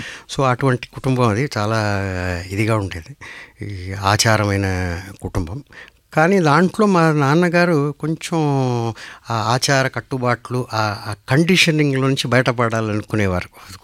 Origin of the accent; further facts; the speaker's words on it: Chennai, Tamil Nadu, India; నేను తమిళనాడులోనే పుట్టాను, పెరిగాను, ఇప్పుడు మీ ముందు కూర్చుని ఇలా స్వచ్ఛంగా తెలుగులో మాట్లాడుతున్నాను